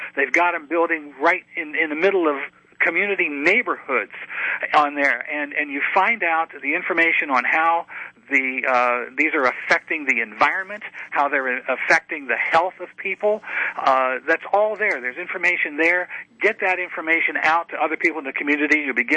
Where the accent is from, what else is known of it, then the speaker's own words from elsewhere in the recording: Licking County, Ohio, United States; now in Virginia, United States; I'm originally from Ohio, and a few weeks ago I went to back to my home county, Licking County, Ohio. That is where New Albany, Ohio is